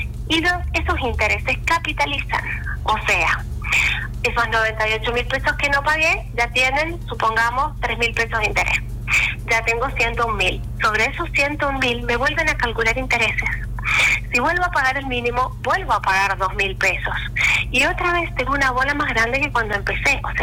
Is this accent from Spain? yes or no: no; Argentina; A nosotros como argentinos